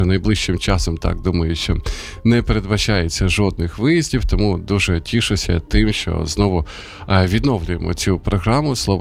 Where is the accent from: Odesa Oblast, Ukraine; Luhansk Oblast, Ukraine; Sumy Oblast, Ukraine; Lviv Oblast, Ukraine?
Sumy Oblast, Ukraine; Sumy; now in Kyiv, Ukraine; ці два тижні перебував в Сумах, це моє рідне місто